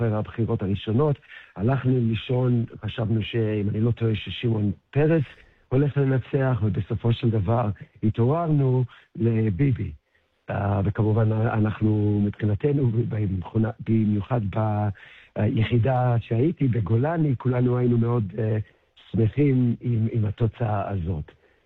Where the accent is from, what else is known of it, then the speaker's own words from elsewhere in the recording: Australia; moved away as an adult; also born or lived in Israel; now in Ramat HaSharon, Israel; בטח, אני נולדתי בארץ, אבא אוסטרלי, אמא ישראלית, אבל גדלנו באוסטרליה, ואז עשיתי עלייה בפעם הראשונה כשהייתי בן 18, שזה היה ב-94.